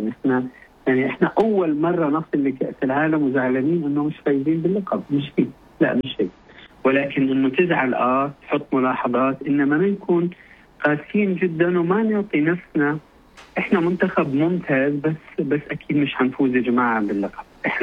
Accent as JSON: {"language": "Arabic", "country": "Jordan"}